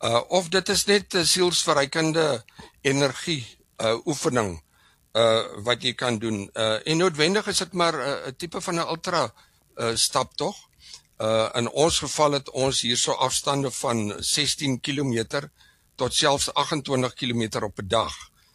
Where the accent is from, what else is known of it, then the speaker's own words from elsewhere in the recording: Western Cape, South Africa; Weet jy, ek het my eerste 10 jaar het ek op in die Boland groot geword, waar ons gewoon het in op 'n plaas Wysesdrift langs die bekende Breerivier in die omgewing van Goudini Bad, Goudini Spa